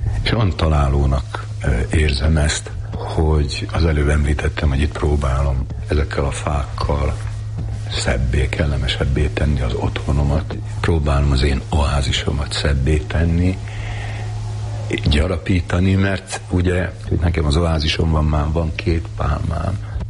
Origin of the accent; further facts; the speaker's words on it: Kunszentmárton, Jász-Nagykun-Szolnok, Hungary; Kúszen Mártonban, az Zrínyi utcában laktunk, és annak utcának a végén, ahogy megyünk Varjúhát felé, volt egy tér